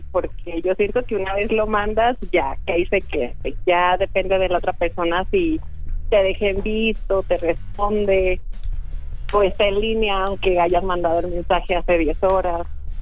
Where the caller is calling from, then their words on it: Toluca, State of Mexico, Mexico; Estoy en Toluca.